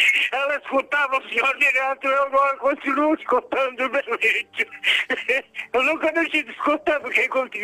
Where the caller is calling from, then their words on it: Joinville, Santa Catarina, Brazil; Eu tô falando aqui de Joinville, Santa Catarina, pela Arca da Aliança.